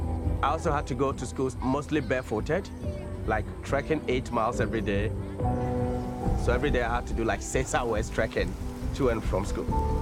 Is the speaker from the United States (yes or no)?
no; Yonso, Ghana; I was born and raised in Yonso, a rural community based in the central part of Ghana. It's a community of about, say, 600 people.